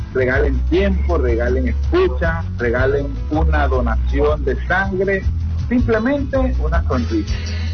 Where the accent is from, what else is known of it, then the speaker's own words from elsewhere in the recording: Venezuela; como somos buenos venezolanos